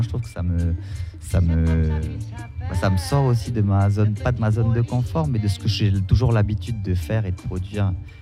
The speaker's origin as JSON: {"language": "French", "country": "New Caledonia", "said": "même nous en Nouvelle-Calédonie."}